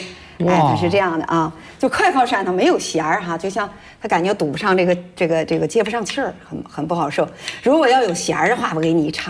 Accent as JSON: {"language": "Chinese", "town": "Wuchang", "region": "Heilongjiang", "country": "China", "tie": "born or raised there", "said": "我老家在黑龙江省五常市，兴盛乡新家村沟余家屯儿。"}